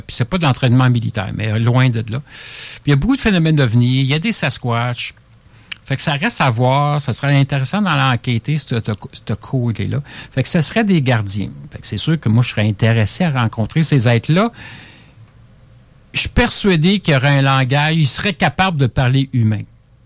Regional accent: Quebec, Canada; Au Québec, proche de, ben, chez nous, au Québec, hein.

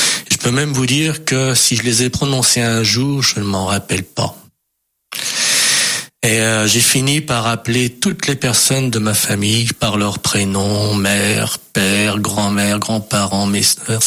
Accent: France; born there; je suis né en France

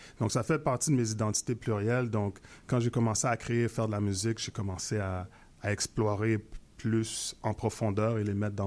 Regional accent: Montreal, Quebec, Canada; born there; first language Haitian Creole; French is a second language; je suis né à Montréal de parents d'origine haïtienne, puis bon, à la maison, c'était créole haïtien qui était qu'on communiquait, et puis après, bon, j'étais à l'école en français

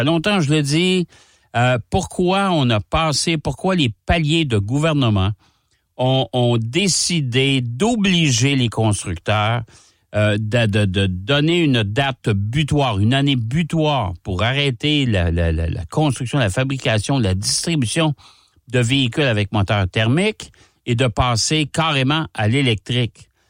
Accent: Canada; chez nous, au Canada.

